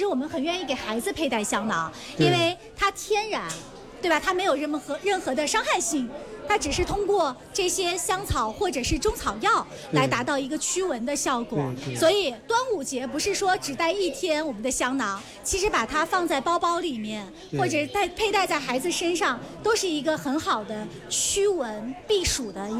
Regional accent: Henan, China; 这是我们河南的方言啊

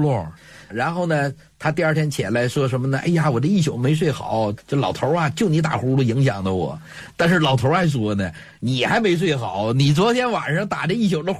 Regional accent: China; 咱们中国人有自己的传统

